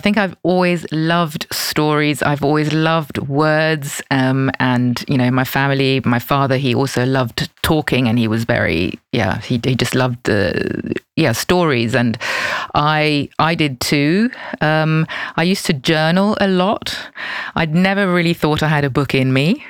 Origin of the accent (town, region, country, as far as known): Basel, Basel-Stadt, Switzerland; moved away